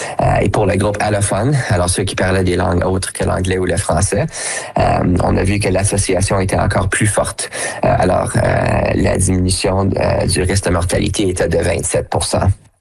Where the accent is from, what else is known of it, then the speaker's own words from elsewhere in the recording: Ottawa, Ontario, Canada; J'ai grandi à Ottawa dans un environnement bilingue. J'ai fait la plupart de mes études en français.